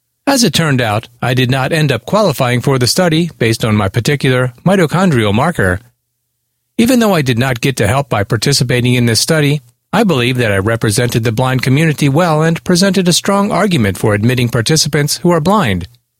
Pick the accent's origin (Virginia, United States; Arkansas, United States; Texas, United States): Arkansas, United States; Little Rock; this room is known as the Little Rock Room. I don't think we ever found out why this room is named for my hometown, but what a coincidence.